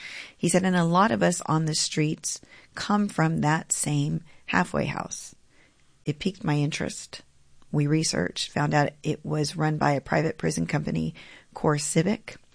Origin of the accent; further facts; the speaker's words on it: Texas, United States; now in Austin, United States; I grew up in the Valley, yes. I'm a legislator who represents Central Texas, Austin, in the Texas House, but I am born and raised in the Rio Grande Valley.